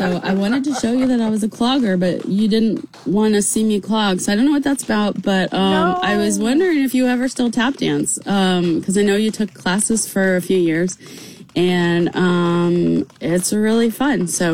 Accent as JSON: {"language": "English", "region": "Georgia", "country": "United States", "said": "I'm from Georgia as well, so I love hearing about Georgia."}